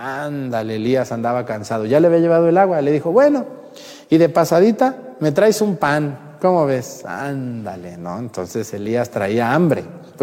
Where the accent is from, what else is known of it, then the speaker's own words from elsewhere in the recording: Jalisco, Mexico; now in Guerrero, Mexico; a mí como sacerdote que soy de Jalisco